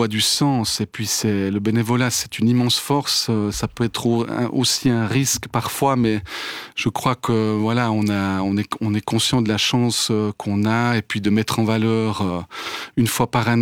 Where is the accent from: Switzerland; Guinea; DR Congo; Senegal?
Switzerland; La Chaux-du-Milieu, Neuchâtel; je suis un habitant du village, je suis né à la Chaux du Millau